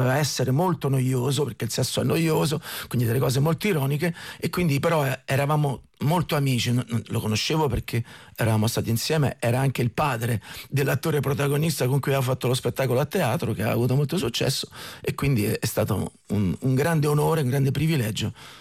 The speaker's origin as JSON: {"language": "Italian", "town": "Civitavecchia", "region": "Lazio", "country": "Italy", "also_born_or_lived": "Rome", "said": "sono di Civitavecchia e poi ho vissuto a Roma e quindi chiaramente si sente, no, questa appartenenza in certi momenti"}